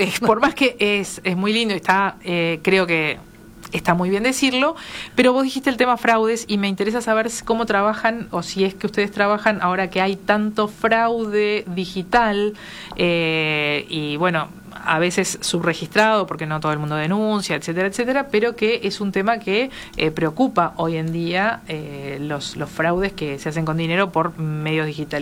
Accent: Uruguay

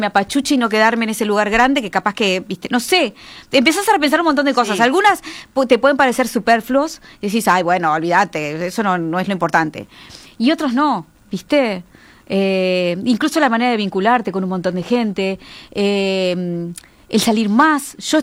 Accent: Uruguay; Como todo uruguaya, en un tiempo así

